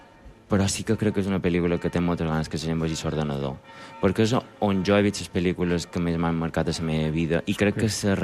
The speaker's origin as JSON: {"language": "Catalan", "area": "Mallorca", "region": "Balearic Islands", "country": "Spain", "moved": "yes", "lives_now": "Barcelona, Spain", "said": "Perquè perquè me n'he d'anar fora si jo soc d'aquí? Perquè no puc fer les meves mogudes aquí a Mallorca, precisament?"}